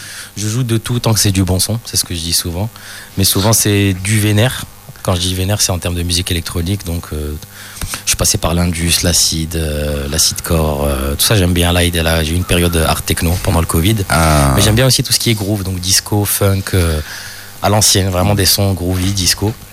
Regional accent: Morocco; moved away as an adult; now in Lille, France; je suis né, j'ai grandi au Maroc, je suis arrivé à Lille qu'à 18 ans.

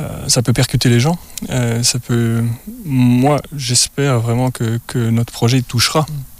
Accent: Wallonia, Belgium; Mais oui, je viens du Namurois, et je pense qu'il est un peu moins marqué là-bas. Mais apparemment, il m'a trahi quand même.

